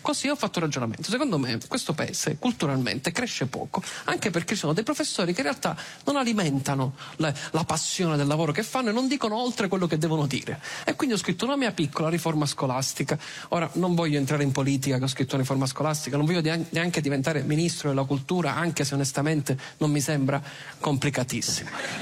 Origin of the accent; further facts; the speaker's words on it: Southern Italy, Italy; Io, in quanto terrone, sbaglierò i verbi transitivi e intransitivi anche stasera. Perché noi abbiamo questa caratteristica